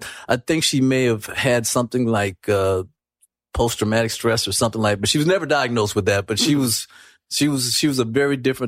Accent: South Carolina, United States; now in Little Rock, United States; In my home state, South Carolina, around family and everything.

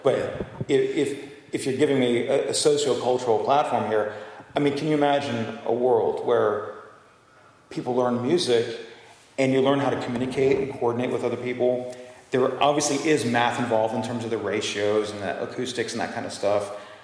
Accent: New Orleans, Louisiana, United States; I'm from here. I'm from New Orleans.

